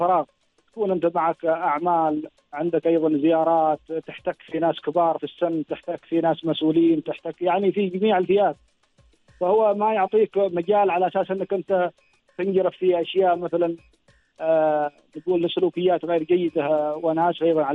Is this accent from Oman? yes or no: yes; Oman; وخاصة عندنا في سلطنة عمان